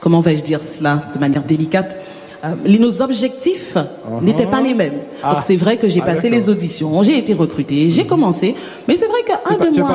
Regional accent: Guadeloupe; moved away; also born or lived in Martinique / England / Paris; Ça fonctionne différemment de chez nous, en Guadeloupe.

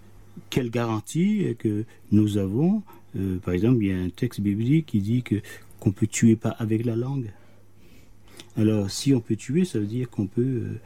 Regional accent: Guadeloupe; quand on était plus jeune, chez nous en Guadeloupe

